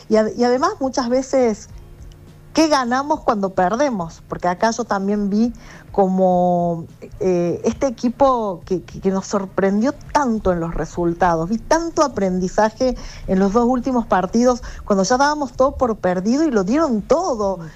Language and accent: Spanish; Argentina; lo más fuerte que tenemos los argentinos es que somos muy buenos saliendo adelante de las crisis